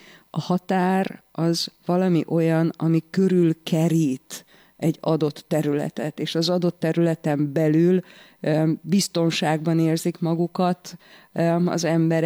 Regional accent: Kondoros, Békés, Hungary; ott, ahol én fölnőttem, Kondorosan abban az utcában már, vagy abból az utcából, az utca végéről már látszik a határ.

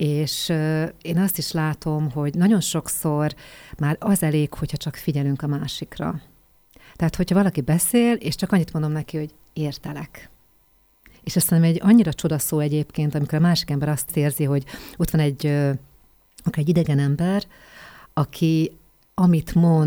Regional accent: Békéscsaba, Békés, Hungary; born there; én Békés Csabai születésű vagyok

